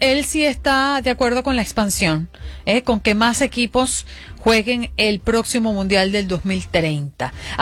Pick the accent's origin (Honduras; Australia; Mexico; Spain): Honduras; Yo soy hondureño.